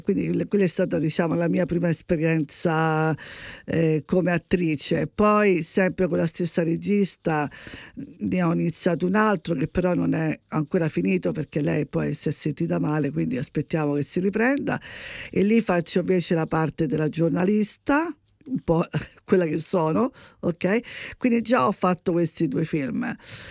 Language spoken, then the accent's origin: Italian; Rome, Lazio, Italy; perché essendo un ambiente napoletano non voglio far vedere che sono di Roma e quindi parlo così.